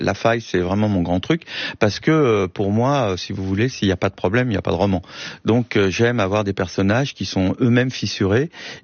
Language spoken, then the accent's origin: French; France